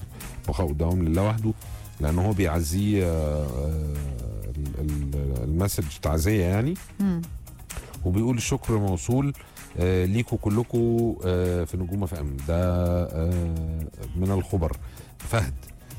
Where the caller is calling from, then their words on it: Cairo, Cairo Governorate, Egypt; نهله مساء الفل، انا من القاهره بحبكم جدا، بسمعكم كل يوم